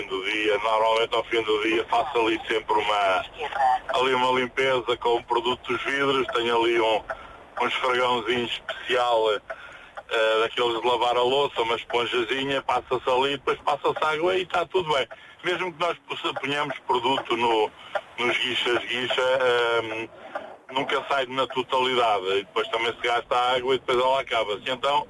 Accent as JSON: {"language": "Portuguese", "town": "Bellshill", "region": "Scotland", "country": "United Kingdom", "said": "Eu venho do norte da Europa. Eu venho do norte da Escócia."}